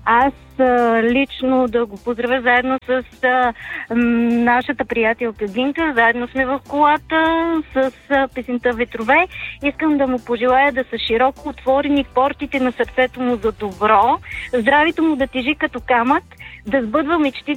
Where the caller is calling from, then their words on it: Peshtera, Pazardzhik Province, Bulgaria; съм от Пещера.